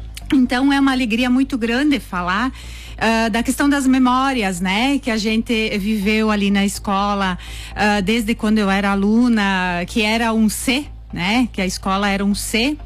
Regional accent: Nova Bassano, Rio Grande do Sul, Brazil; sou natural de Nova Bassano, sempre estudei no Colégio Colbachini

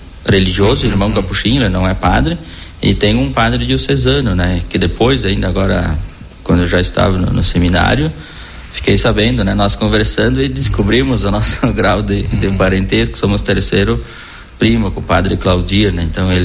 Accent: Marau, Rio Grande do Sul, Brazil; Sou aqui de Marau e foi lá, na comunidade de Santo Agostinho, interior aqui de Marau, onde eu me criei, vivi a minha infância, comecei a estudar lá no interior ainda.

